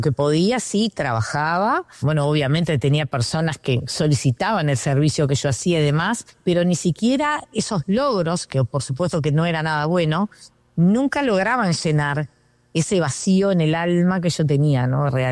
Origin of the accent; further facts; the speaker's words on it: Montevideo, Uruguay; bueno, soy de Montevideo, Uruguay, o sea que bien por acá, por el sur.